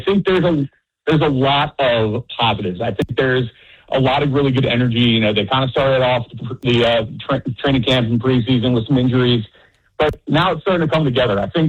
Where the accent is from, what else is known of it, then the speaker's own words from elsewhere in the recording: Philadelphia, Pennsylvania, United States; I grew up in Philly, diehard Eagles fan.